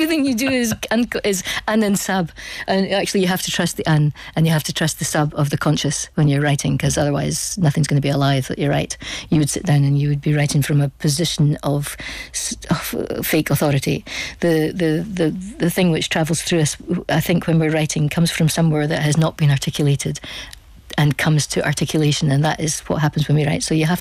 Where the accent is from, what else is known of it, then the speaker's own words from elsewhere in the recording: Scotland, United Kingdom; we're both Scottish